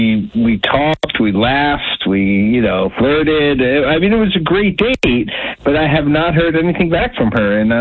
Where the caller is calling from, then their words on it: Brookville, United States; I'm from Brookville